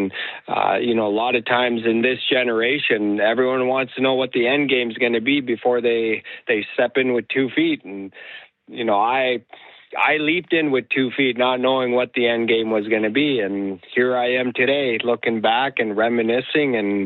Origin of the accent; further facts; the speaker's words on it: Nunavut, Canada; growing up in Nunavut and, you know, the survival mode mentality every day, where it was a challenge.